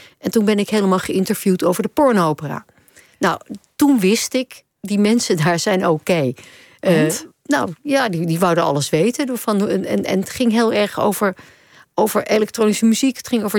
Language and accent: Dutch; Amsterdam, North Holland, Netherlands; voor mij als Amsterdammer